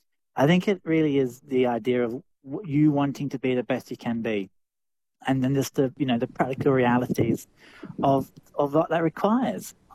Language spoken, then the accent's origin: English; Mid West, Australia; when I was a student, I was growing up in the Midwest. You're much more, you know, smaller population.